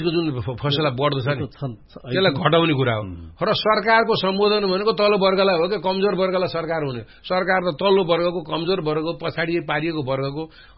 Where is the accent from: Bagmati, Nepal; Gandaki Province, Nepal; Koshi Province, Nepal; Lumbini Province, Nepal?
Gandaki Province, Nepal; Pokhara; हामी त यहीँ जन्मेर हुर्केको